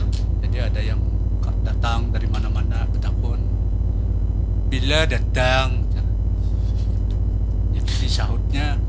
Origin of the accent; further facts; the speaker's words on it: South Kalimantan, Indonesia; kalau khusus berbicara di suku kami Dayak Dea